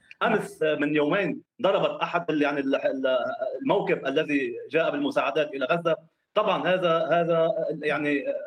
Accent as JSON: {"language": "Arabic", "country": "Lebanon", "said": "كلبنانيين"}